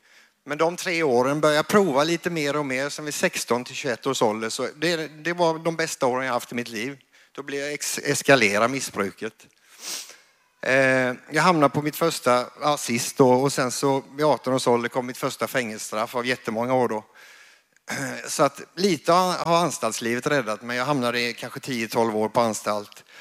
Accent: Kalmar, Kalmar County, Sweden; born there; jag är född i Kalmar.

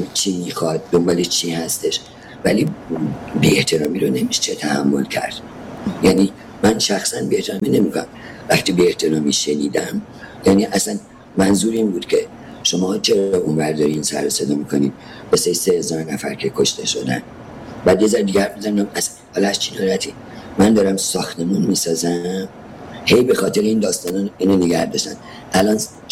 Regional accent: Iran; ایرانی که در اون بزرگ شدم، تربیت شدم

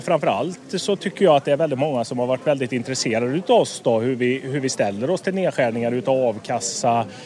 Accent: Sweden; Jag är uppvuxen ute i Kinnarslutarp, men jag har bott i samhället.

